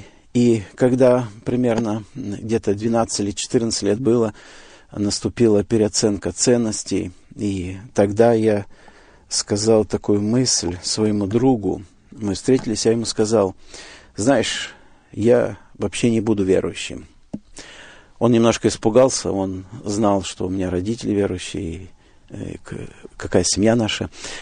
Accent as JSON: {"language": "Russian", "region": "Siberia", "country": "Russia", "tie": "born there", "lives_now": "Novosibirsk, Russia", "said": "Я родился в христианской семье, в Сибири."}